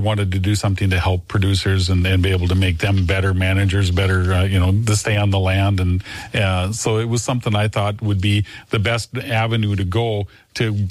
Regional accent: Milnor, North Dakota, United States; Okay, well, I born and raised in North Dakota, farm in southeast part of the state, down by Milner. Went to high school at Milner

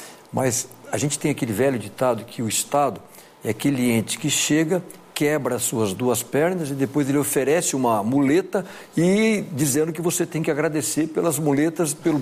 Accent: Spain; Portuguese is a second language; Como bom espanhol, vou falar algo aqui que vai ser uma heresia que eu vou falar aqui ao vivo, tá?

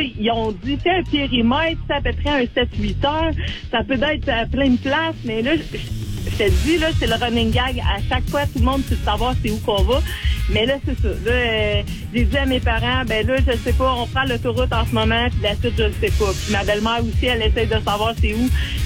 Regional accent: Trois-Rivières, Quebec, Canada; Ben, nous, on vient du coin de Trois-Rivières.

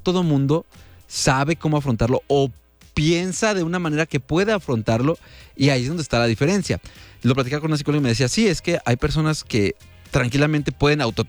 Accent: Mexico

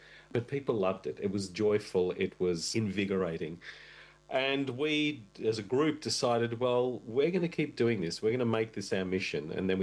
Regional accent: Russia; born there; first language Russian; English is a second language; You know, my second language after Russian, I was born in Russia, my second language was Yiddish, which I started to learn again as an adult

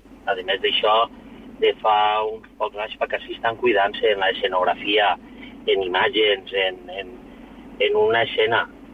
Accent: Albaida, Valencian Community, Spain; I després l'entrada de molts cristians en Albaida, pues, home, no és perquè sigui el meu poble, però crec que es fa i ho fem una entrada molt més que a ser.

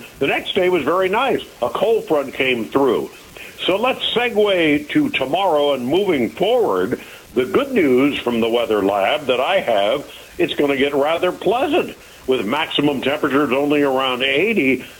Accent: Los Angeles, California, United States; I grew up in Los Angeles, and, you know, I entered the radio business back in 1961.

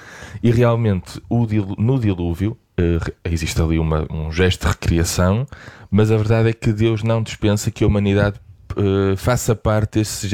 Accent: Viana do Castelo, Portugal; eu sou de Viana do Castelo

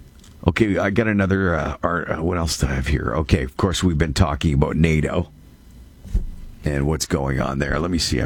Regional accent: Canada; If there is something I feel embarrassed about as a Canadian, that's it.

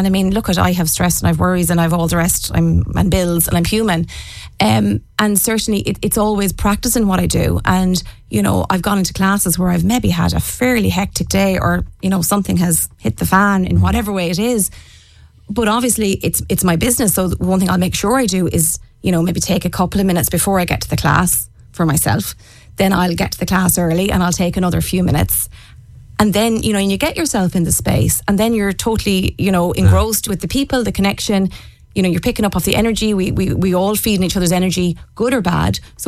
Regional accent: Bohola, County Mayo, Ireland

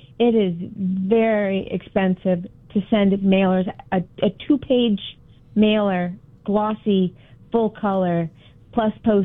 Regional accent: San Diego, California, United States; growing up in San Diego.

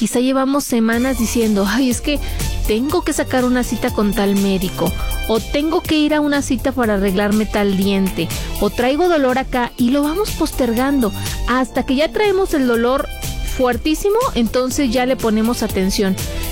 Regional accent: Mexico; a los mexicanos casi no se nos da postergar, ¿verdad?

